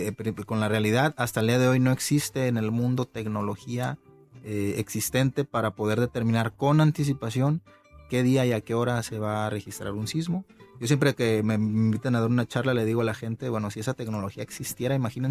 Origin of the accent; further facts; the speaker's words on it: Mexico; creo que como mexicanos tuvimos acceso muy rápidamente a la información, a videos, a testimonios de la gente